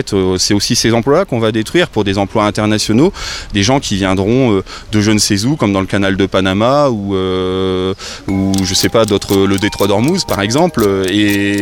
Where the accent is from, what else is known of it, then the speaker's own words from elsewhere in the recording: Oisy-le-Verger, Hauts-de-France, France; also born or lived in Douai; je suis né à Douai, mais j'ai fait de 6 ans à 22 ans Oisil-le-Verger, j'ai habité ici, donc je connais bien